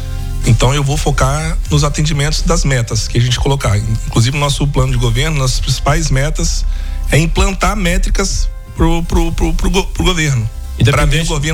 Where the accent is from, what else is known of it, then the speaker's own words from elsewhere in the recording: Vitória, Espírito Santo, Brazil; eu sou natural de Vitória, né?